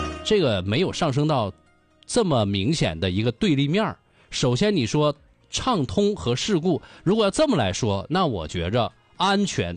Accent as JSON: {"language": "Chinese", "country": "China", "said": "让我们中国人都能吃上饱饭了吗"}